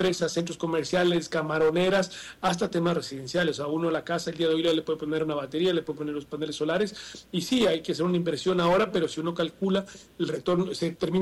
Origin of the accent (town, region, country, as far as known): Ecuador